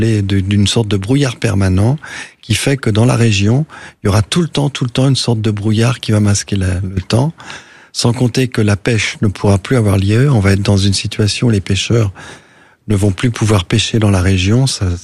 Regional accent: Moguériec, Brittany, France; Moi, je suis breton. Ma terre, elle est dans le Finistère Nord, près de Saint-Paul-de-Léon, Roscoff, un petit village moguerriec, dans la baie de Morlaix.

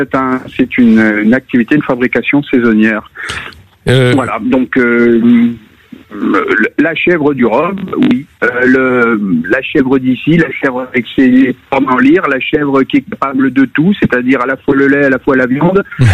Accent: Lyon, Auvergne-Rhône-Alpes, France; je suis lyonnais d'origine, vous voyez, là, j'ai connu la gavotte de Condrieu avant même de connaître la brousse du Rove.

